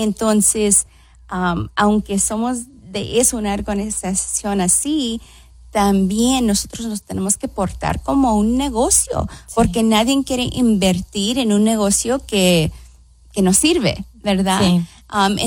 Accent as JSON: {"language": "Spanish", "town": "Los Angeles", "region": "California", "country": "United States", "tie": "born or raised there", "said": "Yo me crié en los East LA, en el este de Los Ángeles"}